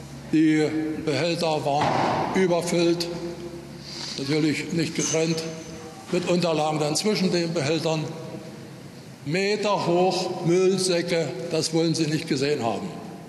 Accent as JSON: {"language": "German", "town": "Merseburg", "region": "Saxony-Anhalt", "country": "Germany", "said": "Ich komme aus Maseburg Süd."}